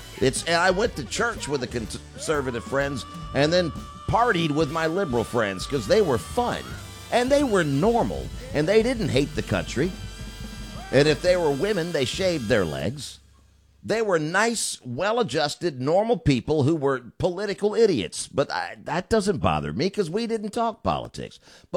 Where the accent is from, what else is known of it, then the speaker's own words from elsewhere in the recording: United States; I was embarrassed as an American